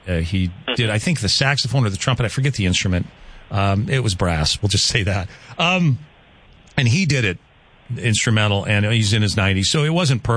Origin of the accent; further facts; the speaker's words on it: Luverne, Minnesota, United States; I grew up in Laverne, Minnesota.